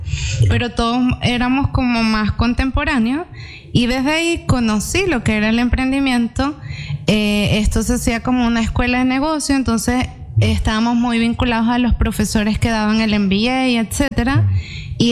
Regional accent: Venezuela; accent: Venezuelan; now in Chile; como notarán en mi acento, yo soy venezolana

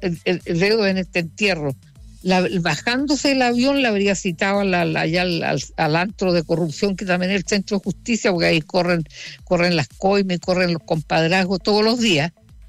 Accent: Chile

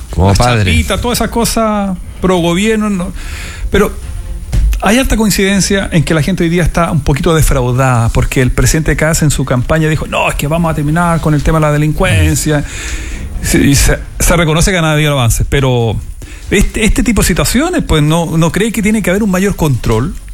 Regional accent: Chile; Pero, en fin, somos todos chilenos.

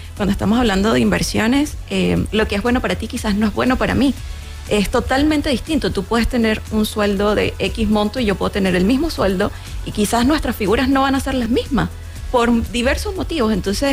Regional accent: Venezuela; now in Chile; cuando llegué a Chile. Bueno, porque yo soy de Venezuela

